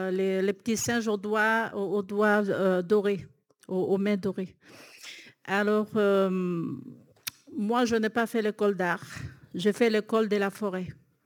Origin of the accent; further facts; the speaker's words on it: French Guiana; also born or lived in Maripasoula / Camopi; Alors moi, je suis à cheval sur les deux rivières, c'est-à-dire Marie Pasula, d'où d'origine ma mère, présente avec moi. Elle découvre la ville de France. Ma mère, elle était là. Mon père, il est de Kamopi, donc je suis à cheval